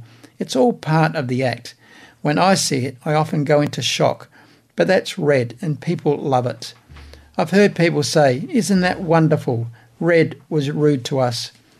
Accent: Australia; I'm from Australia.

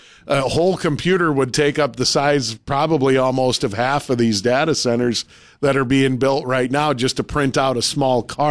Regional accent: Ellendale, North Dakota, United States; They have a facility in my hometown of Ellendale, North Dakota

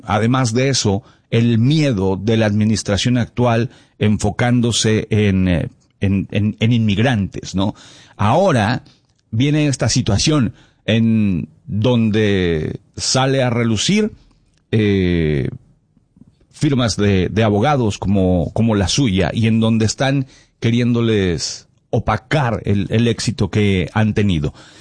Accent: Mexico; now in United States; en México, de donde yo soy

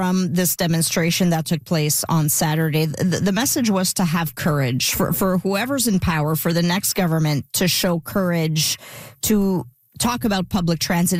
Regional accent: Montreal, Quebec, Canada; I grew up in the East End, so I'm familiar with the bus routes there.

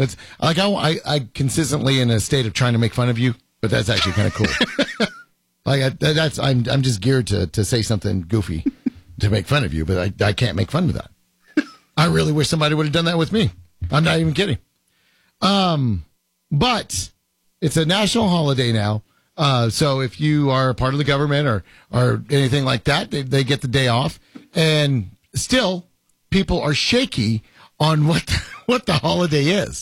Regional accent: Oklahoma, United States; And growing up in Oklahoma, I'll be very honest with you, not only was it not celebrated, we didn't talk about it. I graduated high school in 1992.

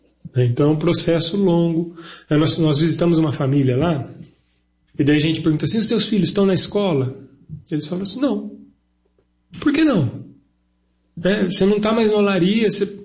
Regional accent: Brazil; Eu, como um bom brasileiro

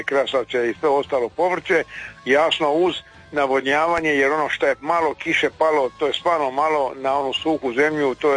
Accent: Croatia; A kod nas u Hrvatskoj to je simbolično 3-4%.

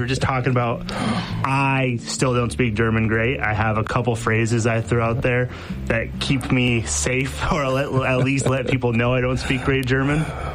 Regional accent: Mexico; And I grew up in Mexico, so I grew up in a country where I didn't speak the language. Right. I learned Spanish, thankfully.

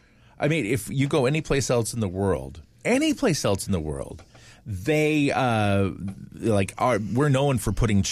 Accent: United States; I'm an American.

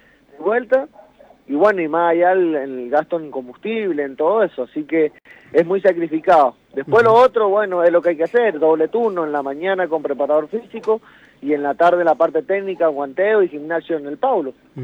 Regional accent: Medrano, Mendoza, Argentina; yo soy de Medrano

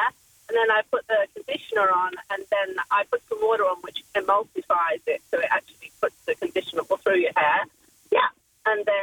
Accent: England, United Kingdom; also born or lived in Teddington; I'm from England.

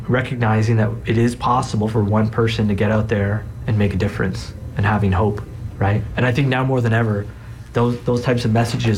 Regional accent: Toronto, Ontario, Canada; when he arrives in Toronto. You know, when I had, not only is it my hometown

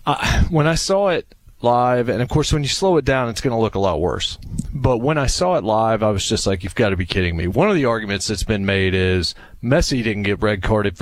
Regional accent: United States; Of course, I'm biased because I am an American.

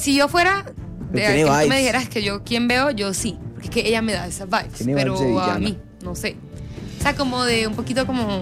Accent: Caribbean coast, Colombia; yo no solamente soy costeña, sino que soy costeña extrovertida. Y ya cuando tú eres costeña extrovertida, papi

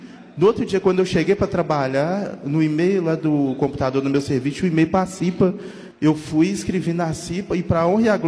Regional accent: Belo Horizonte, Minas Gerais, Brazil; sou de Belo Horizonte.

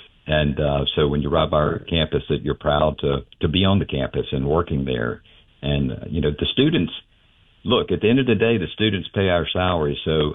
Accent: Alabama, United States; moved away as an adult; also born or lived in Atlanta / Louisiana; I grew up in Alabama, so I was born and raised in Alabama. After college, I went up to Atlanta and was there for a while and then recruited by Governor Jindal down in Louisiana

